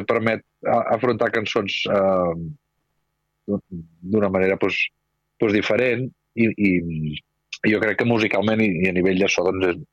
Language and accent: Catalan; Catalonia, Spain; jo sóc de l'opinió que la meva pàtria és el Principat, però que la meva nació és la meva llengua